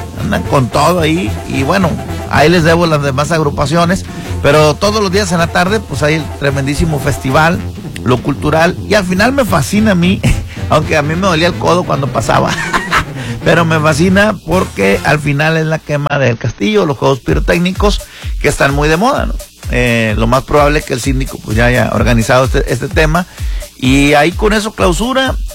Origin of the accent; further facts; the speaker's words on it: Mexico City, Mexico; accent: chilango; hablo como chilango